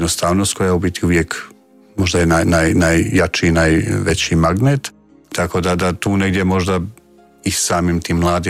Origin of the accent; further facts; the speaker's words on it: Bosnia & Herzegovina; dolazim iz Bosne pa sam djelovao u tim nekim župama koje su bile i gdje su katolici bili u manjini